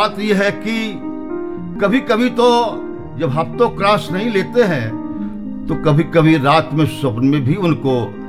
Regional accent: Gonda, Uttar Pradesh, India; हमारा गोंडा

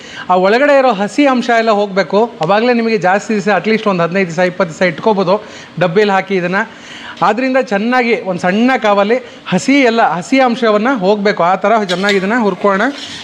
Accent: Karnataka, India; now in Bengaluru, India; ನಮ್ಮ ಹಳ್ಳಿ ಮೈಸೂರು ಭಾಗದಲ್ಲಿ

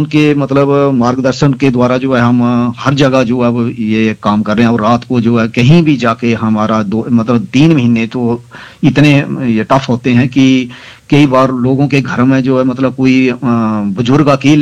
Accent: Kangra district, Himachal Pradesh, India; मैं जिला कांगड़ा, अपना तहसील जसीमपुर, आनपुर गांव से हूँ

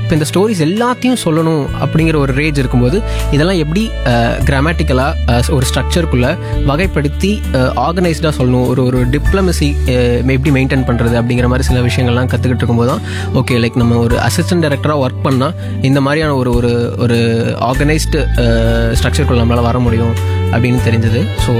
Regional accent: Tiruppur, Tamil Nadu, India; என்னோட சொந்த ஊர் திருப்பூர்.

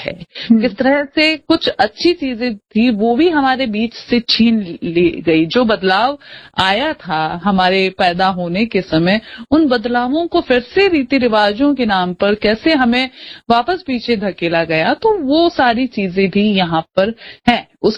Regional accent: Rajasthan, India; राजस्थान, ये मारवाड़ी शब्द है ढीणे रखना, यानी बकरियां जब जानवर होते हैं, जो बकरा बकरी वगैरह, क्योंकि मैं एक कस्बे से आती हूँ

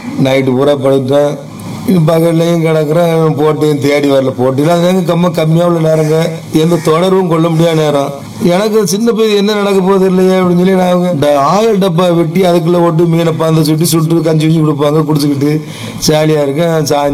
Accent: Pamban, Tamil Nadu, India

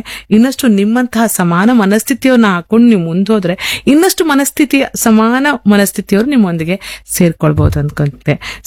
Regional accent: Kundapura, Karnataka, India

